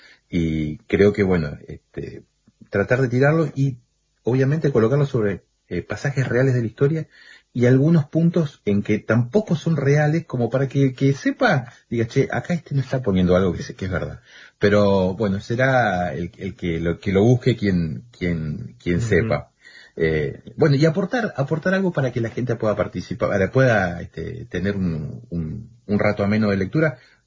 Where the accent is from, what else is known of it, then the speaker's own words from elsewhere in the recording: Río Gallegos, Santa Cruz, Argentina; yo soy oriundo de Río Gallegos